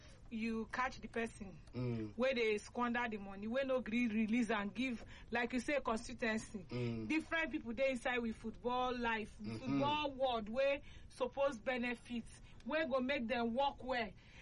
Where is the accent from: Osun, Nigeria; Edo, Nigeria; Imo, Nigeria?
Imo, Nigeria; Yes, I'm from Imo State.